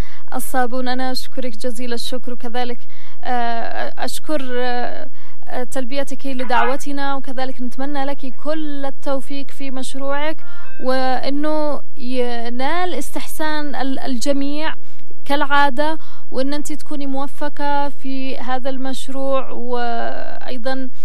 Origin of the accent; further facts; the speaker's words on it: Yemen; كأمة يمنية